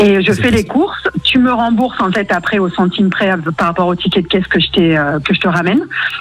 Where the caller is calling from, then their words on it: Auvergne-Rhône-Alpes, France; je suis en Isère